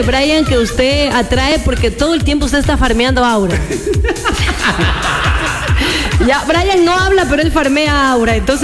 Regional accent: Ecuador; yo me identifico ecuatoriana bien indígena.

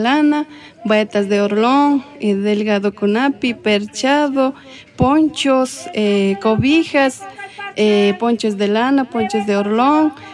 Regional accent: Otavalo, Imbabura, Ecuador; now in Guamote, Ecuador; yo soy de Otavalo y ya. Trabajamos acá en Guamote, mi hermano.

